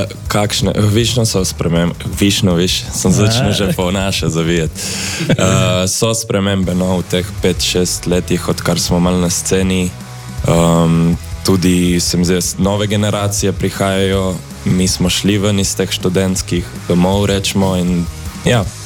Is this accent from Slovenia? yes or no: yes; Vipava Valley, Slovenia; prihajamo domov z Ljubljane, ravno kar sem bomo dal ključe od študentskega stanovanja, tako da prihajamo domov in ja, zaradi tega smo šli k tem domačnosti, štedilnik pa APN štirka, ki nas spomni v bistvu na Vipavsko dolino.